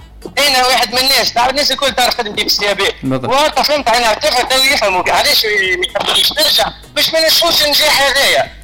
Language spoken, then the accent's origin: Arabic; Tunisia; تونسي نتشرف لي أنا تونسي